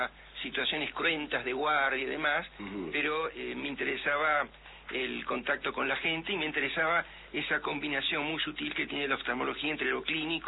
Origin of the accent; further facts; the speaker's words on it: Mar del Plata, Buenos Aires Province, Argentina; Yo nací, o sea, nací en La Plata. Mi familia se trasladó inmediatamente a Mar del Plata, ahí transcurrió mi niñez